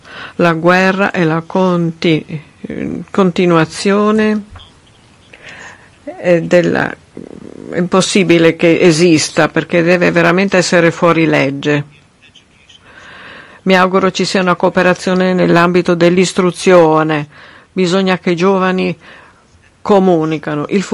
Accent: Russia; Io sono una cittadina russa

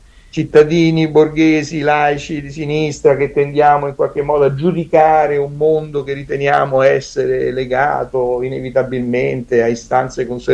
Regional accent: Lazio, Italy; also born or lived in Naples; io sono nato a Napoli, a cui sono molto legato, sono cresciuto in provincia, come dicevo, tra Latina e Sabaudia, ma sono nato a Napoli, sono molto legato a Napoli

